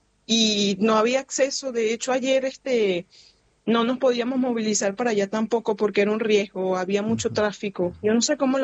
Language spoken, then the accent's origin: Spanish; Venezuela